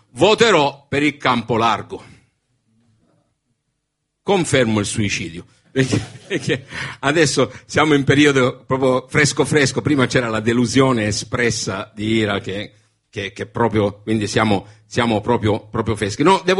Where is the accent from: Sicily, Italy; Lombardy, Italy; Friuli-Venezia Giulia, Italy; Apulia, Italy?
Sicily, Italy